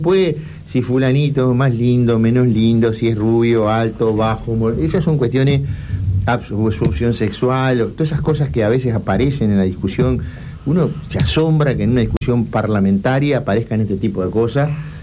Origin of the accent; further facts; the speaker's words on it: Cerro Largo, Uruguay; moved away; vamos a estar pronto de nuevo por Cerro Largo. Bien. Me queda la visita a mi pueblo natal.